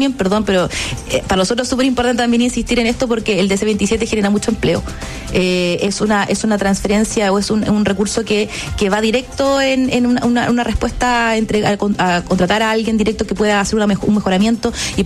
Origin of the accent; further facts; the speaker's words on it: Valparaíso, Chile; yo tengo que poner un punto acá porque claro, yo soy de Valparaíso, entonces estamos acostumbrados también a tener reconstrucciones asociadas